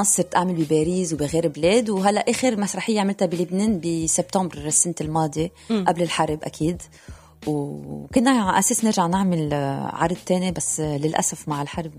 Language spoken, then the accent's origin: Arabic; France; طبعا دم لبناني كل شيء فيه لبناني وبعدين رغم أنه أنا كبرت بفرنسا ماما ربتنا على اللبنانية